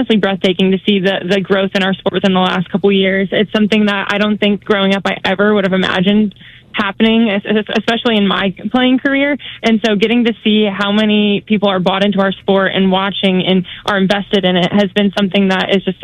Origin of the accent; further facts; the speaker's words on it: Cleveland, Ohio, United States; You know, I grew up in Cleveland, Ohio, where we had the Akron Racers an hour from my house.